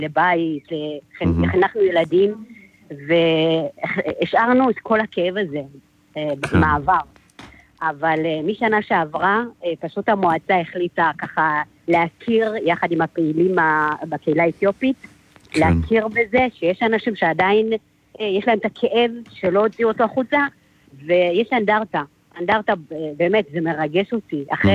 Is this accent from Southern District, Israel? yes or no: no; Pardes Hanna-Karkur, Haifa District, Israel; born there; also born or lived in Ethiopia / Sudan; אני תושבת פרדס חנה, רוב חיי גדלתי פה